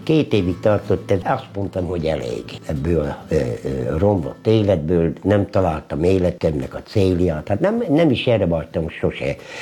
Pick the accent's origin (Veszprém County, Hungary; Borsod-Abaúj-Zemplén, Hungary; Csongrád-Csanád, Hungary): Borsod-Abaúj-Zemplén, Hungary; Ózd; born there; moved away; Nem tudom elfelejteni Ózdot. Mert ott születtem, ott van minden gyökerem.